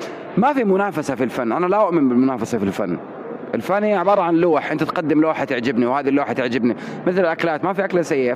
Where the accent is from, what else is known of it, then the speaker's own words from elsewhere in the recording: Saudi Arabia; عندنا في المملكة العربية السعودية